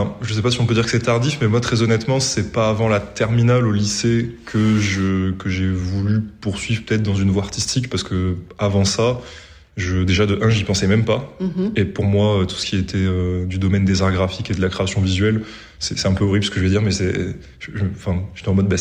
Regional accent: Montpellier, Occitanie, France; je viens de Montpellier, je suis un pur produit montpelliérain.

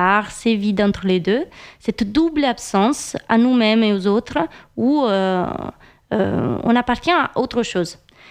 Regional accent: Italy; French is a second language; now in France; moi je suis italienne et ça fait des années que je suis en France, et je sais que quand je reviens en Italie, je suis la française, je ne suis plus italienne.

